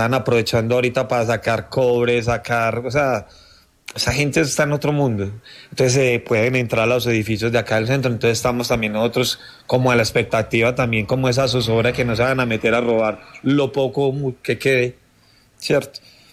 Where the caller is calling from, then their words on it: Pereira, Risaralda, Colombia; los que somos de Pereira